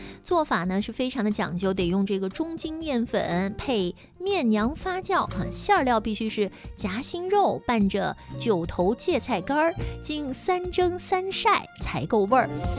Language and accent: Chinese; Shandong, China; 我们山东人